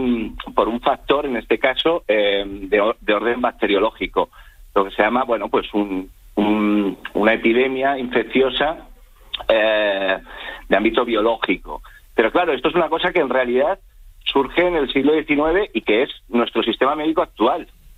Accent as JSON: {"language": "Spanish", "town": "Madrid", "region": "Community of Madrid", "country": "Spain", "said": "Madrid, o sea, yo como madrileño lo digo, era un villorrio"}